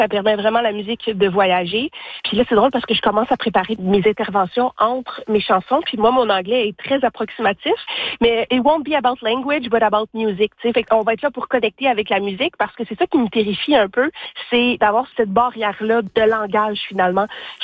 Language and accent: French; Ontario, Canada; non, moi, je viens de l'Ontario, une province à côté du Québec.